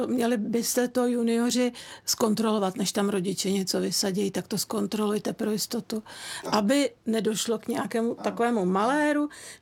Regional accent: Central Bohemian Region, Czechia; Takže, protože to u nás v Brdech teda, když jsme šli na borůvky, tak to tam hodně rostlo.

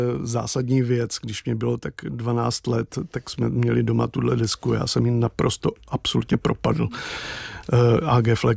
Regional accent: Brno, South Moravian Region, Czechia; já jsem z Brna

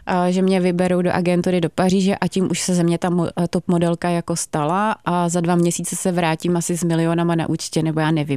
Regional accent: Prague, Czechia; To bylo v Praze, já jsem z Prahy.

